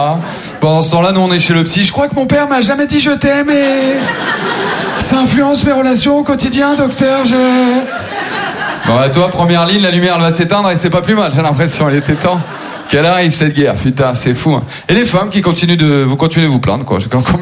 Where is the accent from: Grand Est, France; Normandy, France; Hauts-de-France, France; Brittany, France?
Hauts-de-France, France; Maubeuge; born or raised there